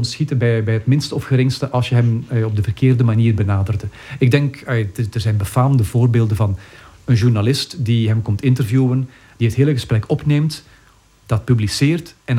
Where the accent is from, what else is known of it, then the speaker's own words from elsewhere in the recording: Kruibeke, Flanders, Belgium; Opnieuw, ik ben van Kruijbeek, ik ben niet eens Antwerpenaar, maar ik ben opgegroeid met Piet Pinter en Bert Bibber in de krant en ik vond dat taaltje fantastisch.